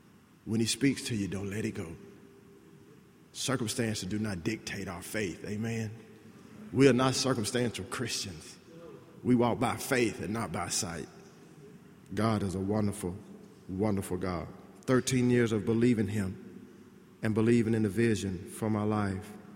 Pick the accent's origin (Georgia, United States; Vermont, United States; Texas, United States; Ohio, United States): Texas, United States